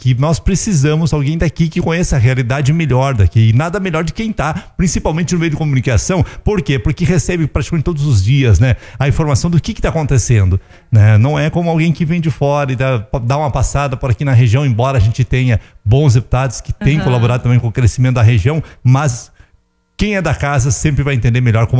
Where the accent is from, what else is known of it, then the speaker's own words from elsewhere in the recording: Rio Grande do Sul, Brazil; moved away as an adult; now in Santa Catarina, Brazil; eu não sou natural daqui, né? Vim pra Santa Catarina, sou gaúcho, mas gosto muito realmente da região, viu? Gosto, já estou há 15 anos aqui, 15 né